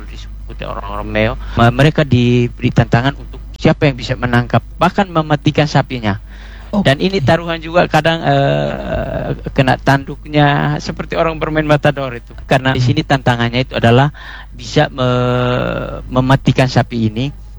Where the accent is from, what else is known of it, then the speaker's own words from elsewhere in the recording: East Nusa Tenggara, Indonesia; istilah kami orang Atoni itu disebut dengan bunuh banu talas.